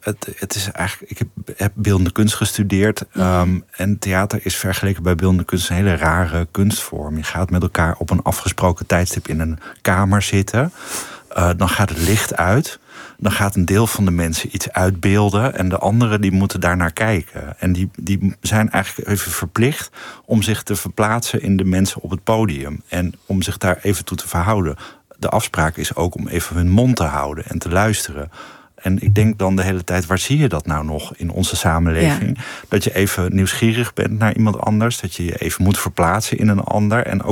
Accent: Tiel, Gelderland, Netherlands; moved away as an adult; also born or lived in The Hague; Ik had niet het geluk dat wij drama kregen op school in Tiel, waar ik ben opgegroeid.

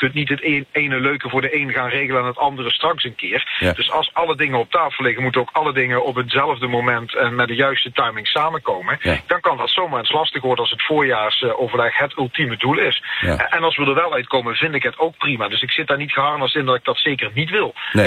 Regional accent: Limburg, Netherlands; Nou, het was een warme ontvangst, maar ik ben Limburger, meneer Kokkeman.

